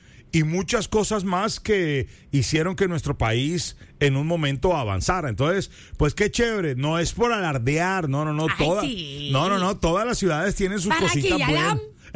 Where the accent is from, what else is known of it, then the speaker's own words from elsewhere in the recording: Colombia; Yo como colombiano